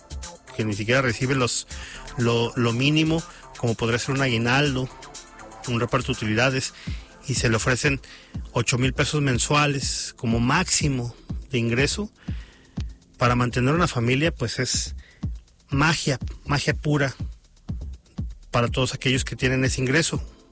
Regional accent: Mexico; nosotros como mexicanos

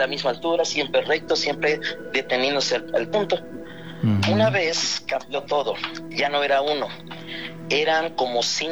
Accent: Atlixco, Puebla, Mexico; Yo soy de Puebla

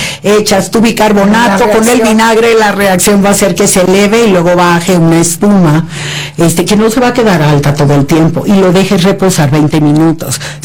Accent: Tabasco, Mexico; Lo que pasa es que allá en mi pueblo dirían, en Tabasco, que hace tanto calor, todo lo que esté frío vale, vale más.

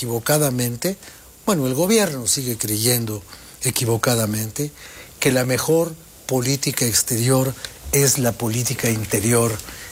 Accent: Mexico; ¿Qué nos importa como mexicanos el señor Pedro Castillo?

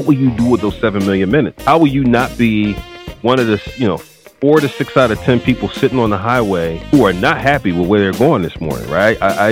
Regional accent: Philadelphia, Pennsylvania, United States; Well, you know, North Philly was tough back then. Eighth and Butler was considered at that time, man, the drug capital of the world, at least the United States.

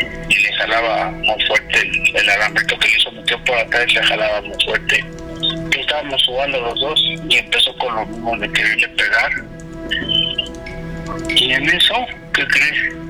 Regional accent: Mexico City, Mexico; Mi abuelito nos llevaba a las luchas aquí a la colisa, aquí, pero nosotros somos aquí de Tepito.

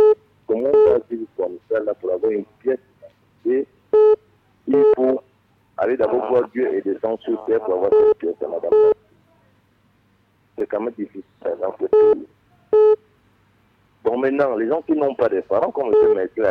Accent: Gabon; born there; je suis né à Mélinet.

